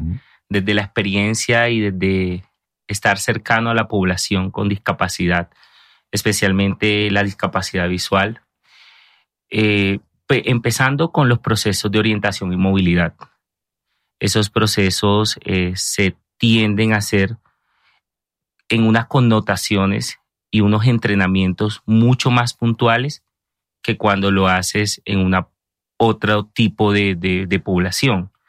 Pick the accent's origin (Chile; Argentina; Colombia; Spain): Colombia; Barranquilla, Atlántico; soy costeño, barranquillero